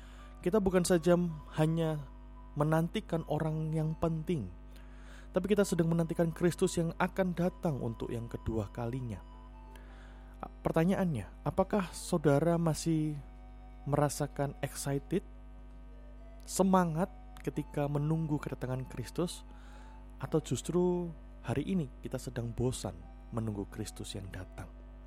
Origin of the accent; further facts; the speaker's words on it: Malang, East Java, Indonesia; born there; Sekali setahun beliau akan datang dari Jakarta ke Malang sekitar 2-3 bulanan.